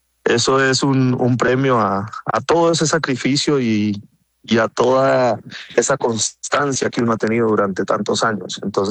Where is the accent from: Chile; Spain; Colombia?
Colombia; pues como colombiano y como jugador de fútbol activo, tuve la ilusión y tuve el deseo de poder estar.